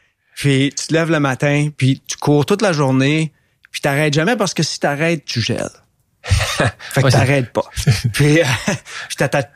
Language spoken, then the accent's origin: French; Montreal, Quebec, Canada; J'étais un gars de Montréal-Nord.